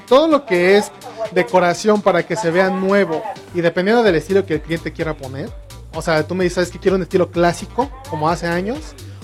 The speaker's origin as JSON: {"language": "Spanish", "region": "Tlaxcala", "country": "Mexico", "said": "Yo, de Tlaxcala."}